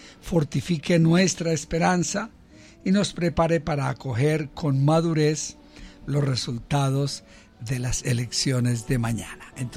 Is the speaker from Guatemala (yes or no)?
no; Colombia; nos invitan a encontrarnos como colombianos de distintas opciones políticas, de distintas también tradiciones de fe, en lo que nos es común. ¿Y qué es lo que nos es común a todos? El amor a Colombia